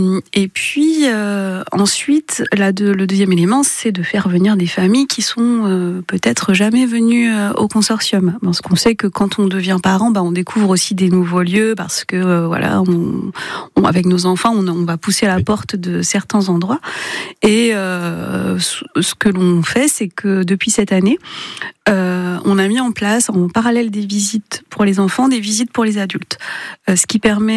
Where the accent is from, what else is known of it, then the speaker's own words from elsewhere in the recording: western France, France; now in Dijon, France; puisque je venais pas de Dijon, j'étais de l'ouest de la France, donc je suis arrivée ici en même temps que mon stage.